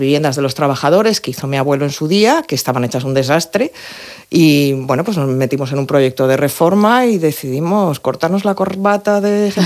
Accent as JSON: {"language": "Spanish", "town": "Madrid", "region": "Community of Madrid", "country": "Spain", "tie": "born or raised there", "also_born_or_lived": "New York", "moved": "as an adult", "said": "los dos somos de Madrid, criados en Madrid, educados en Madrid, pero los dos con raíces murcianas y con sangre murciana. Uh-huh. Los dos, cuando terminamos nuestras respectivas carreras, nos fuimos a vivir a Nueva York"}